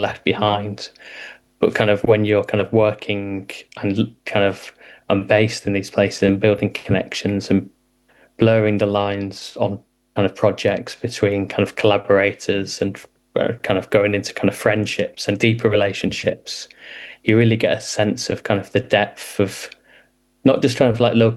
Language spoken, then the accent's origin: English; North West England, United Kingdom; I'm originally from Lancashire as well, so kind of my arc's kind of taken me all around the country, but it's kind of really nice to kind of land back in to kind of the place I grew up in as well